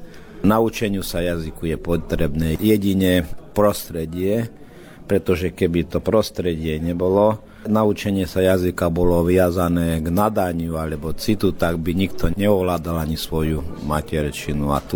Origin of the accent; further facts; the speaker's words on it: Tótkomlós, Békés, Hungary; ja som sa narodil v Komloši v slovenskej roľníckej rodine a žil som na Sálaši. To znamená, že v úplnom slovenskom prostredí